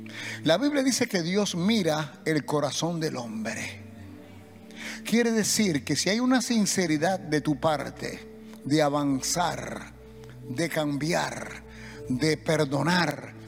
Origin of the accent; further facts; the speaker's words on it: Cuba; Y yo soy cubano